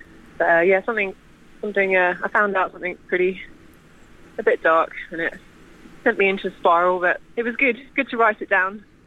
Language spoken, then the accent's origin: English; South East England, United Kingdom; I grew up in Sussex, and we sort of moved around a bit. Moved to London.